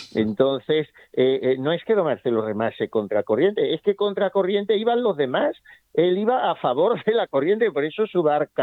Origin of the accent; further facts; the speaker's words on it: Badajoz, Extremadura, Spain; moved away; also born or lived in Toledo; Allí me fui también desde Badajoz, de donde soy natural